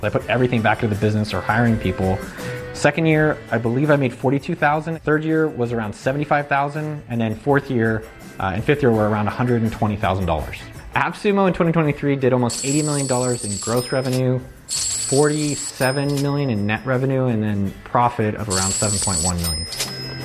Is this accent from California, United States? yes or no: yes; San Jose, California, United States; I grew up in San Jose, California.